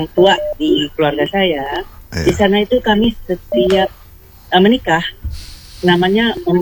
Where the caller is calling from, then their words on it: Padang, West Sumatra, Indonesia; Saya sekarang ada di Padang. Karena saya kuliah di Padang. Terus saya mencoba tinggal di sini.